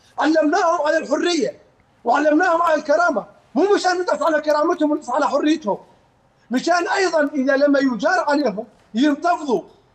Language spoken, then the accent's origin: Arabic; Syria